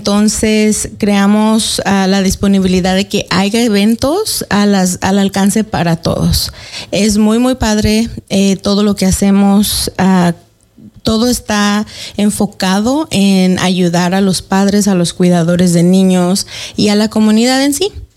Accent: Mexico; now in Mid-Columbia, United States; Yo crecí, y yo nací en México y crecí en México hasta que nos movimos por acá.

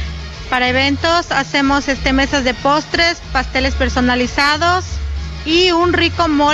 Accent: Tezonapa, Veracruz, Mexico; moved away; Soy del estado de Veracruz, del municipio de Tezonapa.

